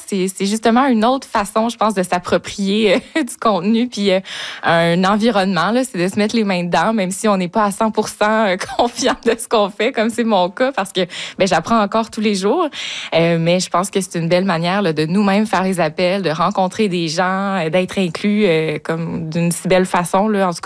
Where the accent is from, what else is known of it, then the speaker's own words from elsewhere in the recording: Quebec, Canada; moved away; Moi, je viens de l'Estrie. Donc, je suis revenue par chez nous.